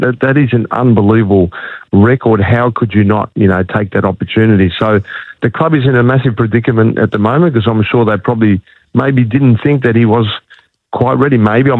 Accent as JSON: {"language": "English", "country": "Australia", "tie": "born or raised there", "said": "Oh, no, Australia. I mean, I'm born and bred here. I love this country. I see myself as being Australian with, you know, European heritage, obviously, but always have a soft spot for Egypt, I'm sure."}